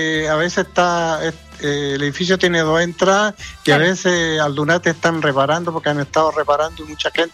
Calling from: Valparaíso, Chile; Así somos los porteños.

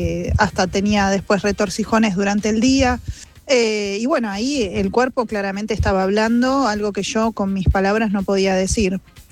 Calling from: Buenos Aires, Argentina; de Núñez.

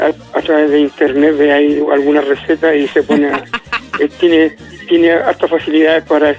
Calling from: Coronel, Biobío, Chile; Estoy llamando acá de la comuna de Coronel, del sector de Pocuro.

